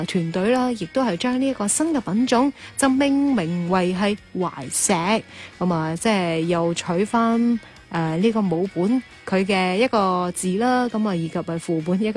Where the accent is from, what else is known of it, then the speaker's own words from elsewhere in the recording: Guangdong, China; 我哋广东人中意饮嘅凉茶啦。